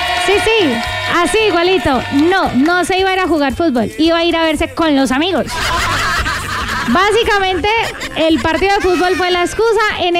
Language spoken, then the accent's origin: Spanish; Colombia; Seguimos celebrando que somos colombianos